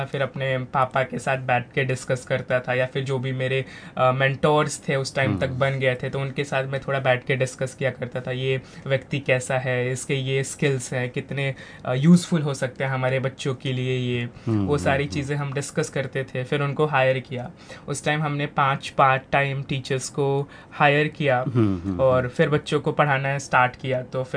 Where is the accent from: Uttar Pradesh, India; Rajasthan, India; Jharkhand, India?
Uttar Pradesh, India; Gorakhpur; मेरा गांव यूपी में गोरखपुर में है, तो प्रॉपर गांव है, वहाँ पे तो मुश्किल से इंटरनेट भी आता है.